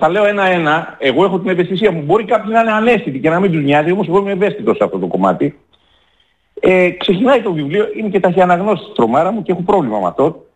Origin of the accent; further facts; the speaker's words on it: Ioannina, Epirus, Greece; moved away; βρίσκομαι αυτές τις μέρες στα Γιάννενα, την ιδιαίτερη πατρίδα μου, στην Περά των Ιωαννίνων, έτσι, στο μολοσικό οροπέδιο